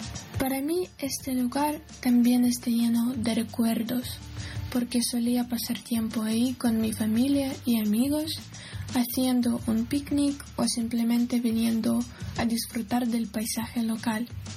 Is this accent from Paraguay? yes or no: no; Kirovohrad Oblast, Ukraine; región de Kirovograd, en tales pueblos como Zlinka y Kamenimist, de ahí que me gustaría contaros sobre mi tierra natal.